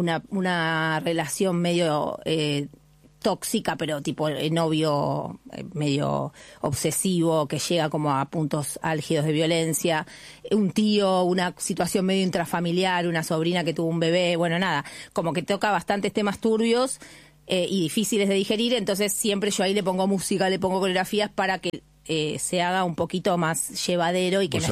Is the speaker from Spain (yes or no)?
no; Argentina; ahora me voy a un festival internacional como representante argentina en Paraguay, ahora a fin de septiembre, a hacer mi unipersonal de impro